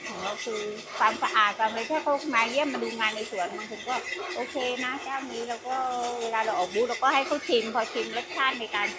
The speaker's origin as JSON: {"language": "Thai", "region": "Surat Thani", "country": "Thailand", "lives_now": "Ranong, Thailand", "said": "เป็นคนสุราษฎร"}